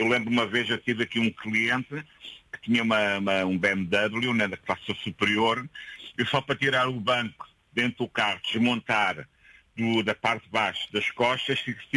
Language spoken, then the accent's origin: Portuguese; Queluz, Lisbon, Portugal; born there; o meu irmão nasceu em Lisboa, só é que nasci em Caluz.